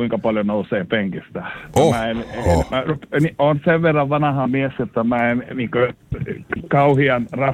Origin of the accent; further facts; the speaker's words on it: Fagersta, Västmanland, Sweden; born there; mähän asun täällä ja olen syntynyt täällä Fagerstassa, Ruotsissa.